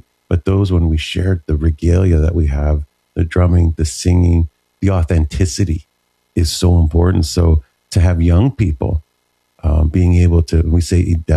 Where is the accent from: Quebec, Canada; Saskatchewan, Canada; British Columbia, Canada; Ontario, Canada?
British Columbia, Canada; Vancouver; from where I've come from and growing up in Vancouver to seeing where we've been 20 years ago, 25 years ago to where we are now is a big leap for sure.